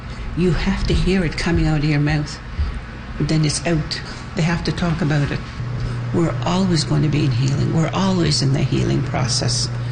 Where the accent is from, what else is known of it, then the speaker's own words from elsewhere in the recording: One Arrow, Saskatchewan, Canada; born there; also born or lived in Duck Lake; I'm from the Wolf Clan, from the Cree Nation. I was born in One Arrow, Batosh, Saskatchewan, and I went to the residential school in Duck Lake for 8 years.